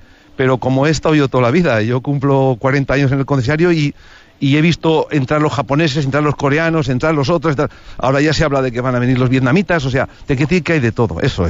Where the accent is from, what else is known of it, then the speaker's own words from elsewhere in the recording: Soria, Castile and León, Spain; los primeros que no apostamos somos la gente de Soria